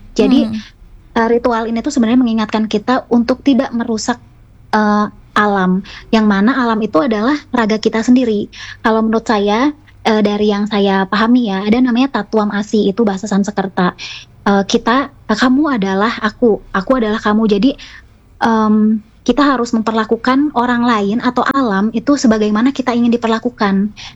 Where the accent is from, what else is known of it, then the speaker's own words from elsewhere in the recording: Bandung, West Java, Indonesia; kebetulan saya itu lahir besar di Bandung. Jadi urang teh Nyunda pisan, Nyunda.